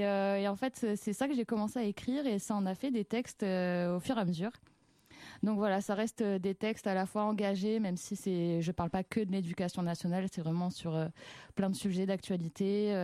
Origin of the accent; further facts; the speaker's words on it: Marseille, Provence-Alpes-Côte d'Azur, France; je viens de Marseille. Je viens de la ville du Sud et du Soleil